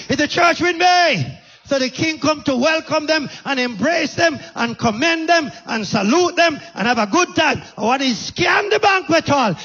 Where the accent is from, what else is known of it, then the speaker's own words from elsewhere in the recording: Jamaica; I come from Jamaica